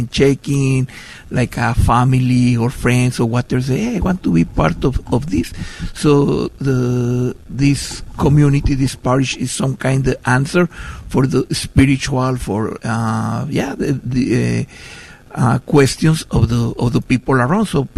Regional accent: Mexico; moved away as an adult; I come from Mexico. So in Mexico, I was a medical doctor in Mexico

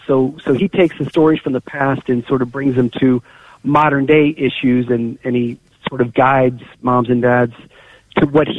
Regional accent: Ireland; I guess as an Irishman and an old sports writer, I took a lot of those stories

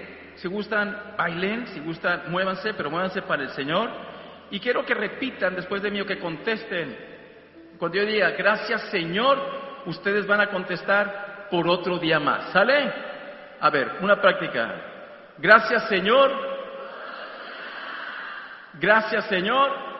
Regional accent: McAllen, Texas, United States; nosotros venimos desde el estado de Texas, ahí desde McAllen, junto en la frontera de diócesis de Brownsville.

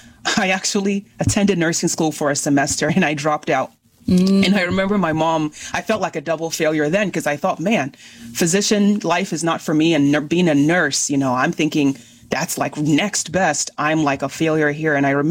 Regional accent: Nigeria; accent: Nigerian; now in United States; I am Nigerian by origin and very proud of my Nigerian heritage.

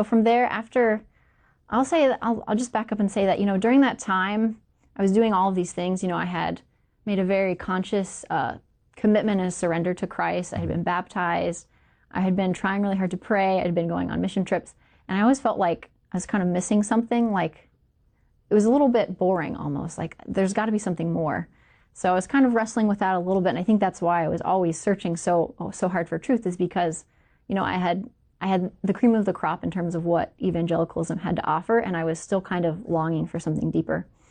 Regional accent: Florida, United States; In Florida.

